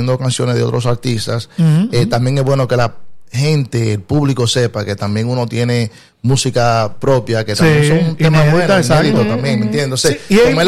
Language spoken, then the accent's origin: Spanish; La Vega, Dominican Republic; born there; moved away; allá en La Vega, Cabuya. Que de allá que vengo